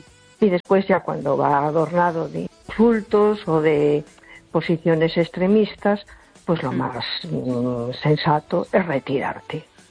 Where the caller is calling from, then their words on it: A Coruña, Galicia, Spain; de Coruña.